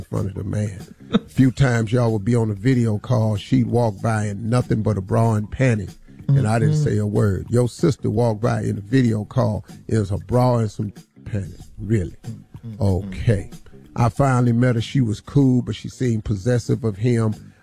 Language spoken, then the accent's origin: English; Welch, West Virginia, United States; I grew up in Welch, West Virginia. Been around them a good part of my life.